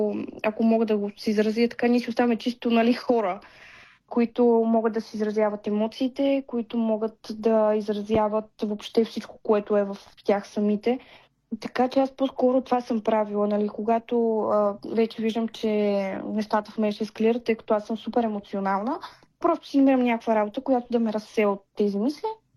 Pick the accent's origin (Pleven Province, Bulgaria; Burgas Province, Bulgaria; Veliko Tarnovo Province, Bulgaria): Pleven Province, Bulgaria; Pleven; also born or lived in Sofia; аз след завършването си, нали, вече след официално взетия последен държавен изпит, се прибрах по моя роден край, а именно в Плевен.